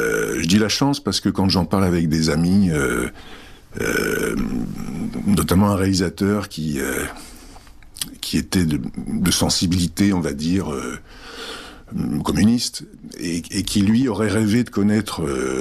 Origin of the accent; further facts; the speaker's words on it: France; born there; first language Czech; French is a second language; also born or lived in Czechoslovakia; à la maison, on parlait tchèque, donc il y avait d'abord la langue, qui était ma langue maternelle. Moi, je suis donc arrivé en France, j'avais un an et demi.